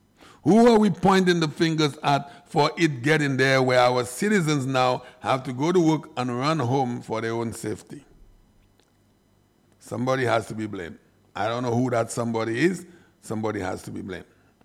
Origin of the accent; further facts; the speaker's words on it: Castries, St. Lucia; I grew up in the Castries Basin.